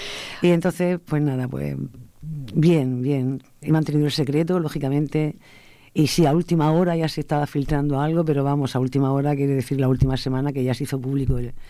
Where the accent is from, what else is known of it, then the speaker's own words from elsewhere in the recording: Molina de Segura, Region of Murcia, Spain; Nací en Molina, he trabajado en Molina, me he criado en Molina, he crecido en Molina y he trabajado 43 años en la enseñanza, en el Colegio de Salcillo